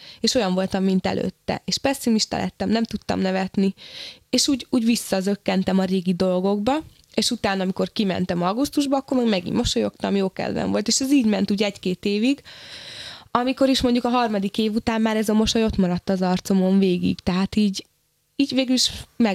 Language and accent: Hungarian; Hungary; born there; also born or lived in United States; mert valószínűleg nem véletlenül születtem Magyarországra, és iszonyatos volt a honvágyam is.